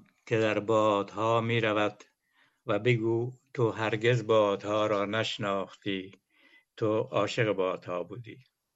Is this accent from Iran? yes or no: yes; Iran; من توی ده دولت آباد به دنیا اومدم، مانند هر کودک روستایی که رعیت زاده بودم